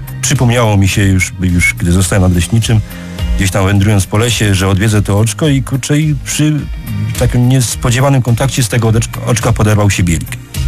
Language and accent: Polish; Opole Voivodeship, Poland; u nas na Opolszczyźnie